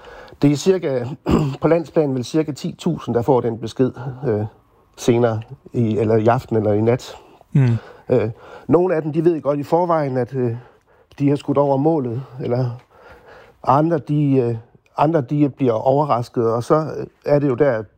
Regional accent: Jutland, Denmark; Jeg kommer fra Jylland, jeg vil gerne læse i København.

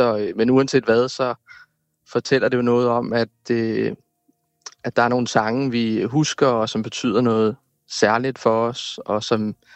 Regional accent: Copenhagen, Capital Region of Denmark, Denmark; midt i min hjemby

